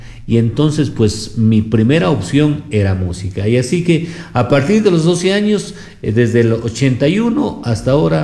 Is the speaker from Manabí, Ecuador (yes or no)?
no; Gonzanamá, Loja, Ecuador; now in Loja, Ecuador; Gonzanamá. Ahí vive aún mi mamacita. Vivimos con toda mi familia, pues hasta que yo tuve 12 años y vine a estudiar en Loja. Y desde el 1981 vivo aquí en Loja, así que vivo ya 45 años aquí en Loja